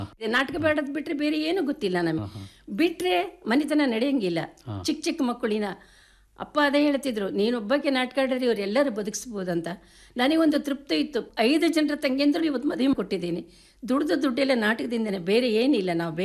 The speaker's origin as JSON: {"language": "Kannada", "town": "Maremmanahalli", "region": "Karnataka", "country": "India"}